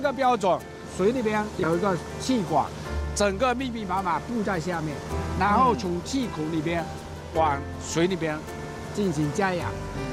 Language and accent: Chinese; Lianjiang, Fujian, China; 我本人是在这个村土生土长的一个渔民的儿子，福州市的第一粒鲍鱼是从我们这个村，也就是我们这个地方出来的